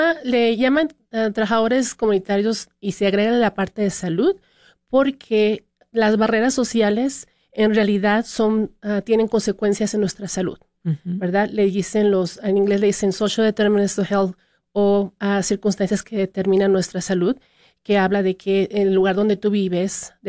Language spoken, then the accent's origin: Spanish; State of Mexico, Mexico; born there; Mexicana. Soy nacida en el Estado de México, pero viví en varios estados.